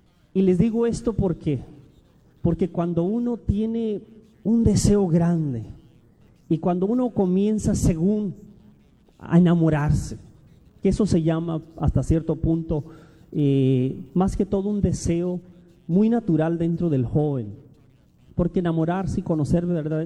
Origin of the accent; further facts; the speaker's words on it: Tijuana, Baja California, Mexico; born there; yo soy nacido en Tijuana.